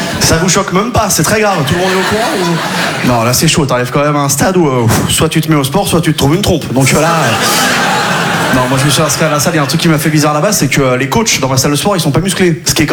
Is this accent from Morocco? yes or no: no; Quimperlé, Brittany, France; là d'où je viens à Quimperlé, on n'avait pas les sports cool. On n'avait pas basket, hand, foot.